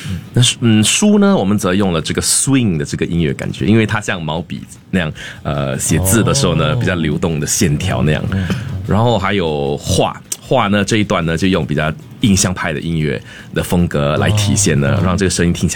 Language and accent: Chinese; Singapore; 我们新加坡是那么小的一个地方嘛，对不对、嗯、那我们从小长大呢受到不同多元种族的影响、嗯、我觉得跟这个有关、嗯、对，我们当然我们是虽然是土生土长的华人